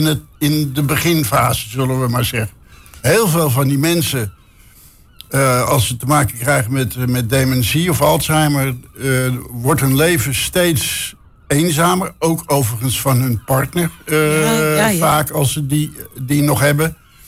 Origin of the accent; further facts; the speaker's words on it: Beverwijk, North Holland, Netherlands; also born or lived in Muiden; now in Heemskerk, Netherlands; 360 eigenlijk. Geboren in de Muiden. Opgegroeid in Beverwijk. En woon nu in Heemskerk.